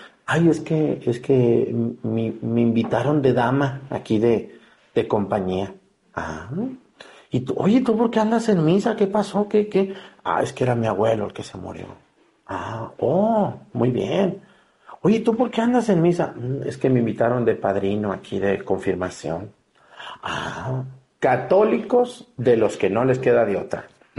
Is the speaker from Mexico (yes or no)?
yes; Mexticacán, Jalisco, Mexico; born or raised there